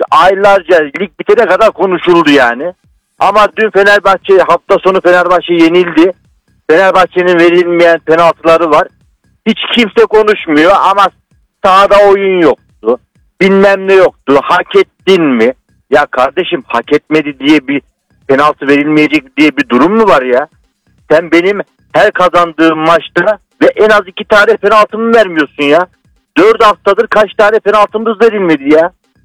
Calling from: Sincan, Ankara, Turkey; Ankara Sincan'dan arıyorum.

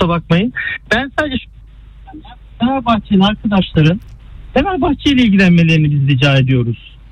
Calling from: Istanbul, Turkey; Sancaktepe'den arıyorum da.

